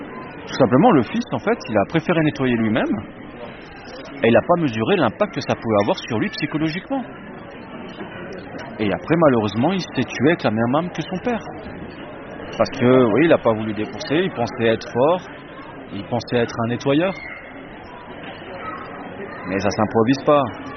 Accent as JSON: {"language": "French", "country": "France", "said": "Chez nous, en France"}